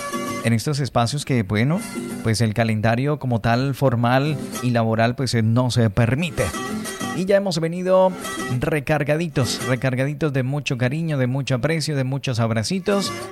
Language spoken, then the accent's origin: Spanish; Colombia